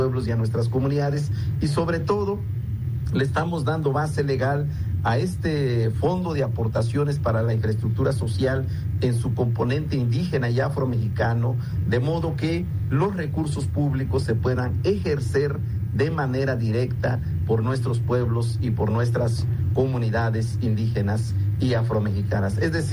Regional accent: Mexico

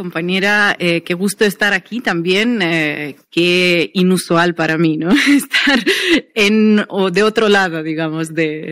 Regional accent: Dagestan, Russia; moved away; Yo nací en Daguestán, que es una región en el sur de Rusia, un clima más caluroso que el que se imaginan

